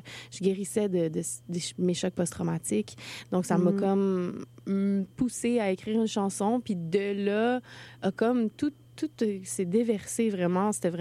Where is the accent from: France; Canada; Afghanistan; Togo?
Canada; Gatineau, Quebec; moved away as an adult; now in Montreal, Canada; J'ai grandi à Gatineau